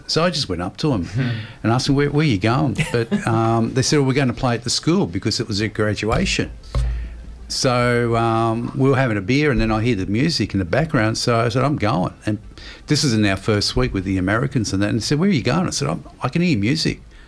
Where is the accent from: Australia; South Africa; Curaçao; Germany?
Australia; apologies, I'm from Australia.